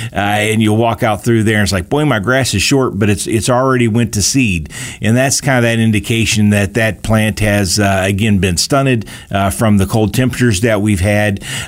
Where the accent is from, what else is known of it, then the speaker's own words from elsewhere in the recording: West Virginia, United States; Most people know that I came from West Virginia, and we had some mountain farms that we worked with.